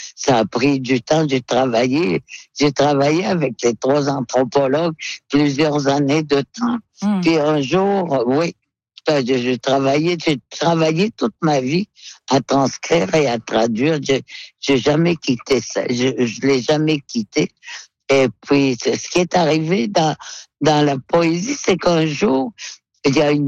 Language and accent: French; Canada; first language Inuktitut; French is a second language; Et puis, pas seulement que c'était ma langue maternelle, mais c'est parce que c'est la langue.